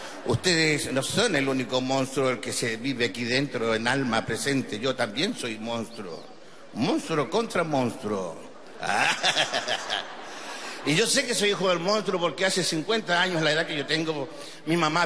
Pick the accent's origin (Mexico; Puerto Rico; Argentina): Argentina; Patagonia; yo soy de allá de la Patagonia, donde hace tanto frío, la temperatura en el frío baja a los 10 grados bajo cero